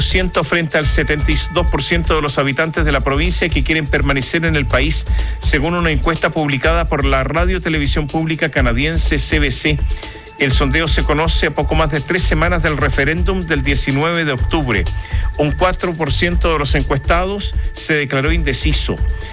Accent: Nepal; Vengo desde Nepal, un país lejano en el Himalaya, trayendo una advertencia cercana para la humanidad.

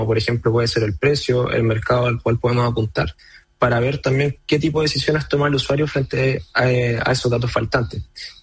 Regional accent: Concepción, Biobío, Chile; Es algo que es muy complicado de conseguir acá en Chile, y más nosotros que somos de Concepción. Bueno, Vicente es de Santiago, yo soy de Concepción.

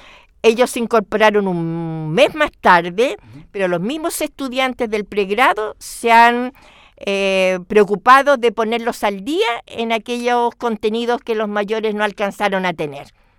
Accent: Valparaíso, Chile; Yo soy porteña, así que he crecido escuchando tango.

